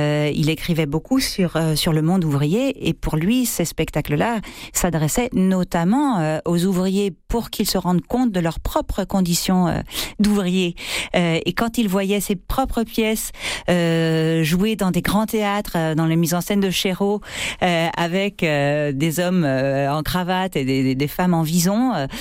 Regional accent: France; moved away as an adult; au début, j'étais cataloguée comme la petite française, et puis petit à petit, j'avais tellement bien travaillé mon italien qu'on n'entendait plus mon accent, donc je pouvais jouer le rôle d'italienne.

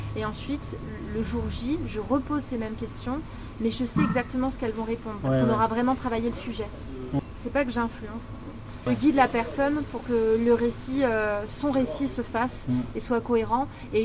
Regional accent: Paris, Île-de-France, France; moved away; j'ai eu des expériences à Paris, là d'où je viens. Mais j'ai eu une expérience de 3 ans à Digne-les-Bains

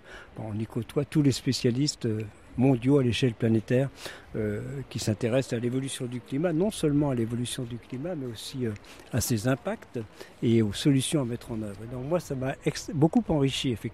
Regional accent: Janzé, Brittany, France; Enfin, bien sûr, j'y suis né, nous serions allés dans ma ferme familiale, là où je suis né

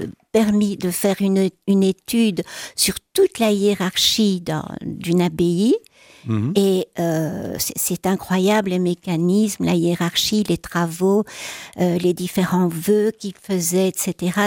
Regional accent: Liège, Wallonia, Belgium; quand on est liégeois, on est passionné par le patrimoine.

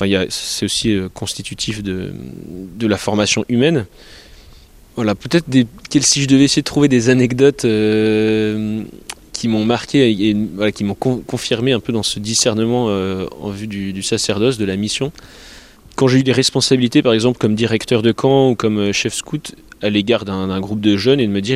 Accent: Épernay, Grand Est, France; Enfin, donc j'ai grandi à Épernay, mais j'ai peu participé à la vie paroissiale.

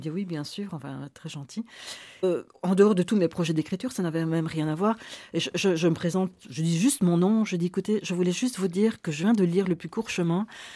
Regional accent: Vielsalm, Wallonia, Belgium; moi je suis originaire de l'Ardenne luxembourgeoise, donc Vielsalm en l'occurrence.

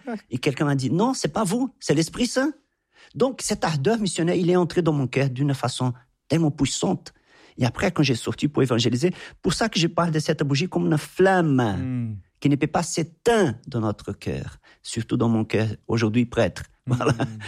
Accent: Goiás, Brazil; French is a second language; also born or lived in São Paulo; Parce que quand j'étais dans ces campements à São Paulo, j'ai retourné chez moi à Goiás, à Nápoles.

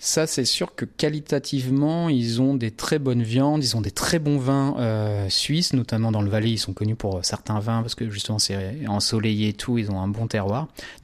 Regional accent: France; nous, on est Français

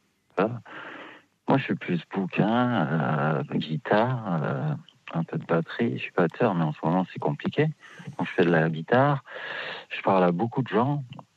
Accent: Lille, Hauts-de-France, France; Je viens de Lille.

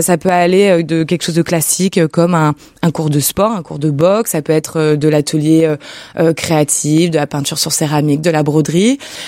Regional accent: Lyon, Auvergne-Rhône-Alpes, France; moved away as an adult; also born or lived in Paris; je suis lyonnaise d'origine, je suis née à Lyon, j'ai grandi à Lyon, j'ai fait un petit passage à Paris pendant 6 ans pour le travail

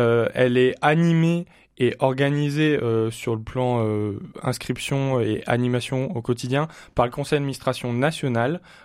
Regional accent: Auvergne-Rhône-Alpes, France; now in Lyon, France; Donc moi, je suis originaire de la Loire, de la plaine du Forêt. Et aujourd'hui, j'habite sur Lyon

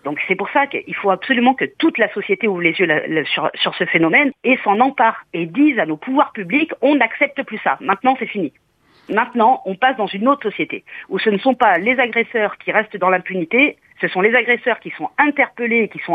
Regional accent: Ajaccio, Corsica, France; nous, on est tous des Ajacciens, ou sur le secteur d'Ajaccio, vous voyez, de la CAPA ou du secteur

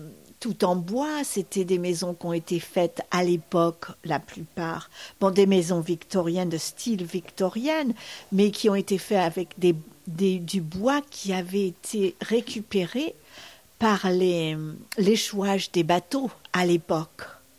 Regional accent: France; nous en tant que Français, on a l'habitude d'avoir juste deux voies, une pour monter, une pour descendre

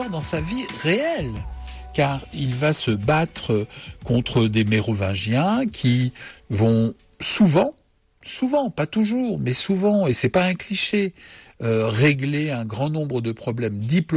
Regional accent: Bourgogne-Franche-Comté, France; donc de chez nous en Bourgogne

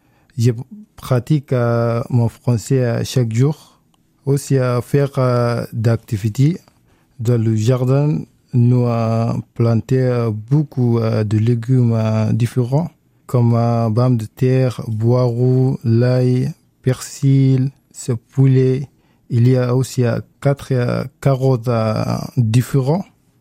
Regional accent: Sudan; French is a second language; now in France; je viens du Soudan, j'ai 27 ans

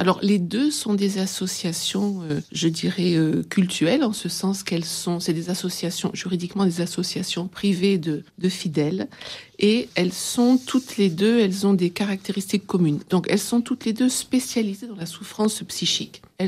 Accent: Provence-Alpes-Côte d'Azur, France; also born or lived in Oise; de retour sur mes terres provençales, hein, je suis originaire de la région d'Aix-en-Provence.

